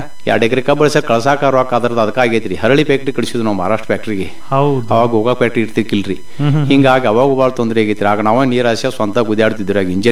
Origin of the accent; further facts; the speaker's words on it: Karnataka, India; now in father's village; ನಮ್ಮ ಊರ ತಪ್ಸಿಕೆ ಮುಣಕುಲ್ರಿ, ಗೋಕಾಕ್ ತಾಲೂಕ ಹಳ್ರಿ ಅರವಾ ವಿಭಾಗ. ನಮ್ಮ ತಾಯಿ ಊರ ಪಟ್ಟುಕುಂದ್ರಿ. ನಾವು ವಿದ್ಯಾ ಕಲಿತದ್ದು ನಮ್ಮ ತಾಯಿ ಊರಾಗ, ಈಗ ನಾವು ಇರುದು ನಮ್ಮ ತಂದೆ ಊರಾಗ.